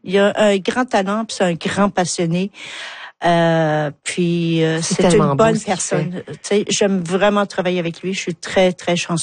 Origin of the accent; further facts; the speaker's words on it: Carleton, Canada; je viens de Carleton